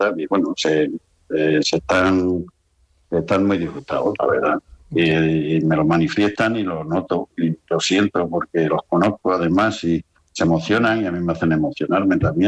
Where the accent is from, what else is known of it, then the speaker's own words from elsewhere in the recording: Extremadura, Spain; moved away; Yo me siento extremeño, pero también miguelete